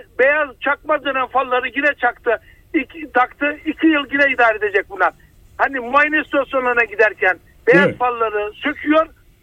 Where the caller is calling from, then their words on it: Safranbolu, Karabük, Turkey; Safranbolu'dan arıyorum ben şimdi abim.